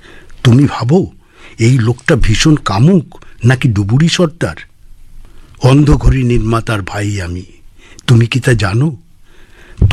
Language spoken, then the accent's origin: Bangla; Silchar, Assam, India; born there; আমি 49 সালে, মা এলেন শিলচরে, এসে বাসা বাঁধলেন বাবা মা, সেখানে আমি জন্মালাম।